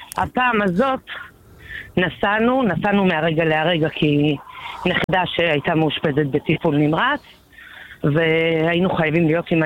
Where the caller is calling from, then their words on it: Ashdod, Southern District, Israel; העברתי את הפרטים לחנות פה באשדוד. אני מאשדוד, פה באשדוד